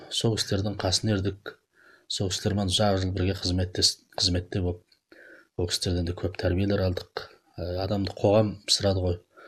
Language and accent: Kazakh; Shagantogay district, Xinjiang, China; Мен 1975 жылы Шағантау ауданы Барлықтау баурайында Қарабет қыстаулығында Малшот басында дүниеге келдім.